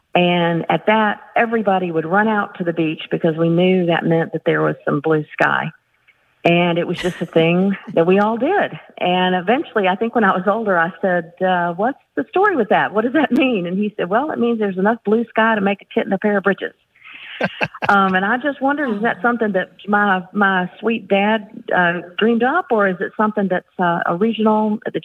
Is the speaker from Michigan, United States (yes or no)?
no; Athens, Georgia, United States; now in Charleston, United States; We grew up in Athens, Georgia